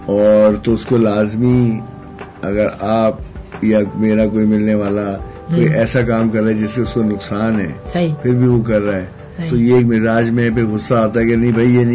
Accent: Karachi, Sindh, Pakistan; جو کراچی میں میری تو پیدائش بھی کراچی کی, پڑھائی سب کچھ کراچی میں ہی کیا, لڑپن جوانی سب کچھ

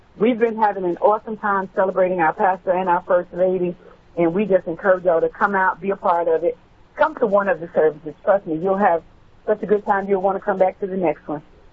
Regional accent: Alabama, United States; born there; moved away; I was born in Alabama.

